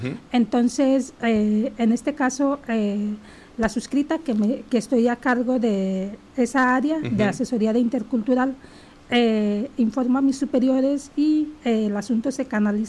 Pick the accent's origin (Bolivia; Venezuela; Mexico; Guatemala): Mexico; Nayarit; De Santa Cruz de Guaybel, municipio del Nayar.